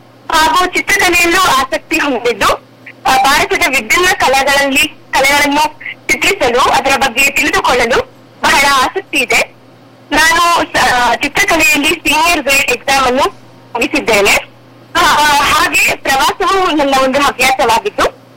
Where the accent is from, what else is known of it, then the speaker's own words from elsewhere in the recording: Sringeri, Karnataka, India; also born or lived in Thirthahalli / Shivamogga; ನಾನು ವಾಸಿಸುತ್ತಿರುವುದು ಶಿವಮೊಗ್ಗದಲ್ಲೇ ಆಗಿದ್ದರೂ ಕೂಡ ನನ್ನ ಬಾಲ್ಯದ ಹೆಚ್ಚು ದಿನಗಳನ್ನು ನನ್ನ ಅಜ್ಜಾಜಿ ಮನೆಗಳ ಆದ ಶೃಂಗೇರಿಯಲ್ಲಿ, ತೀರ್ಥಹಳ್ಳಿಯಲ್ಲಿ ಕಳೆದು ಮಲೆನಾಡಿನಲ್ಲಿ ಒಂದು ಸಂತೋಷವಾದ ಜೀವನವನ್ನು ನಡೆಸುತ್ತಿದ್ದೇನೆ.